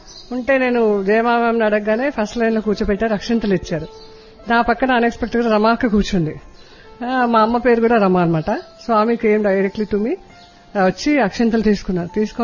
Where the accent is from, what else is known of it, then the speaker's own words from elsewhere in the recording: Hyderabad, Telangana, India; నేను హైదరాబాద్ నుండి వచ్చాను.